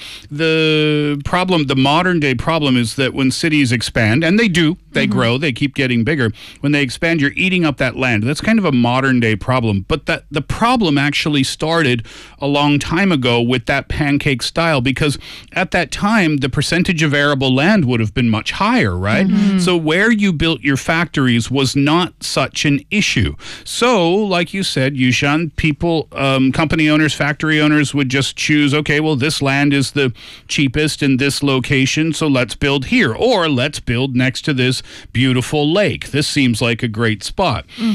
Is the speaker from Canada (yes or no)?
yes; Canada; Sorry, I'm Canadian.